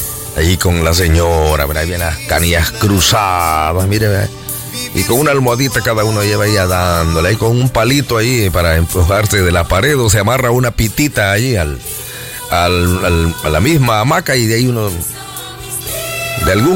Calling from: Corinto, Morazán, El Salvador; de Corinto, Morazán.

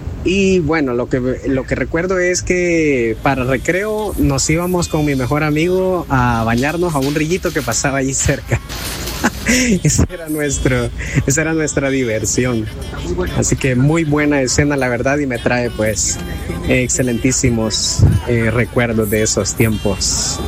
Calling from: El Salvador; Aquí vengo llegando desde San Pedro Sula, Honduras, llegando a nuestra capital de El Salvador

